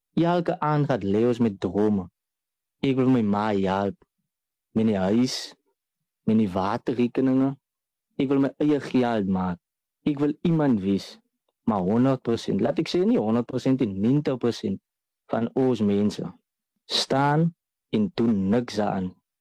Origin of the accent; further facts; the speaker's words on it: Lamberts Bay, Western Cape, South Africa; ek is oorspronkelijk van Lammersbaai en een ding van my wat nou uitstaan is, ek is 'n jong man